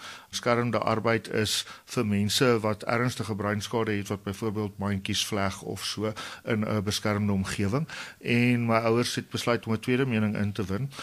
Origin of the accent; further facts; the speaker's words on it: KwaZulu-Natal, South Africa; om Afrikaanse Natal groot te word